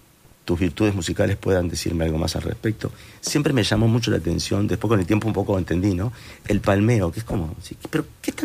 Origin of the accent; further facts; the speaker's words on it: Montevideo, Uruguay; Yo recuerdo cuando era niño, vivía en Sayago.